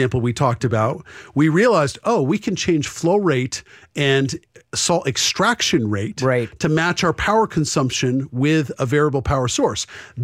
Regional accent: New Hampshire, United States; So even though, you know, I'm a guy from New Hampshire.

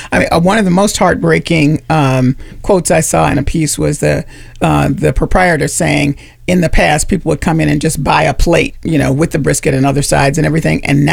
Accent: Memphis, Tennessee, United States; I'm from Memphis.

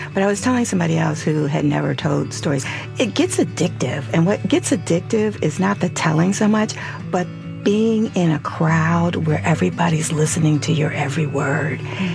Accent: Chicago, Illinois, United States; also born or lived in upstate New York; now in Watertown, Massachusetts, United States; I grew up in Chicago too

